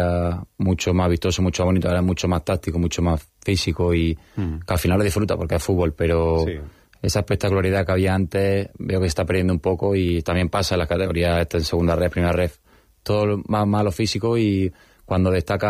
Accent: Spain; also born or lived in Argentina; tengo también mucha familia española y si no quiero ganar Argentina, que gane España, que al final es donde me he criado

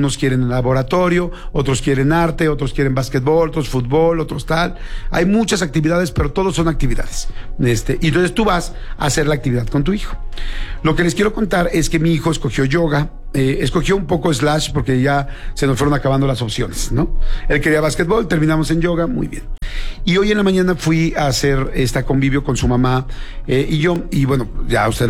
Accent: Mexico; los que somos tradicionales mexicanos

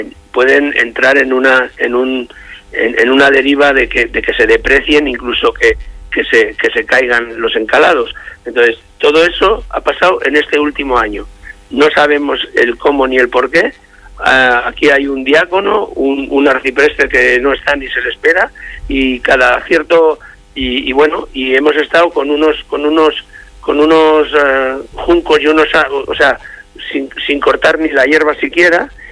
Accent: Valderredible, Cantabria, Spain; Sinceramente, amo a mi tierra del sur, a Valderredible, Campó, pero es cierto que muchas veces, pues estamos, pues olvidados por nuestros propios compañeros de origen, de Cantabria, ¿no?

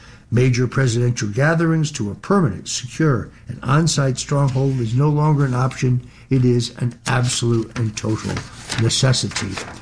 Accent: Connecticut, United States; Senator Chris Murphy of California, of Connecticut, my home state

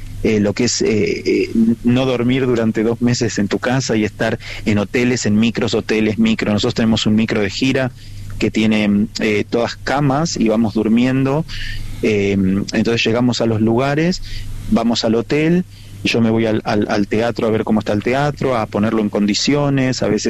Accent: Argentina; recorremos toda la Argentina, y estamos felices de poder bailar en nuestro país, en mi país

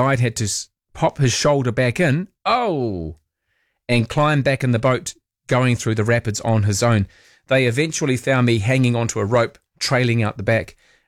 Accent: Vanuatu; Roman, I have never bungee jumped, but I grew up in Vanuatu and witnessed the Pentecost jump.

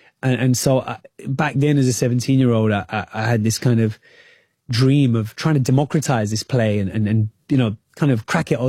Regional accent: United Kingdom

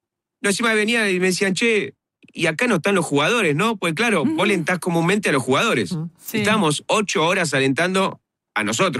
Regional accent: Argentina; Estamos locos los argentinos porque hacemos cosas.

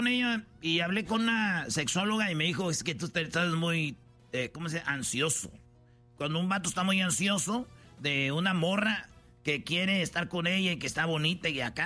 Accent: Jalisco, Mexico; Soy de Los Altos, Jalisco, del estado y de la región más conservadora de México, si no sabías, ¿ok?

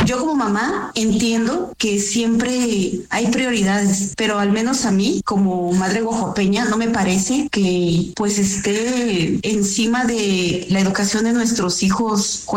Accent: Mexico; pero el mundial, a mi parecer, pues como mexicano no nos aporta absolutamente nada.

